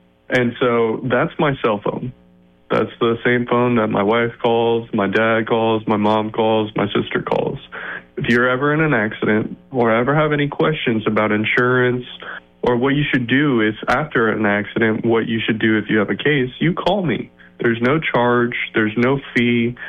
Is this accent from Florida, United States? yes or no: yes; Stuart, Florida, United States; I grew up here in Stuart, Florida. I went to school here. My wife went to school here.